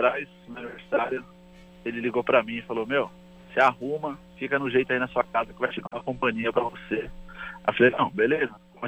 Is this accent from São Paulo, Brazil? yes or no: yes; Caieiras, São Paulo, Brazil; sou de Caíras.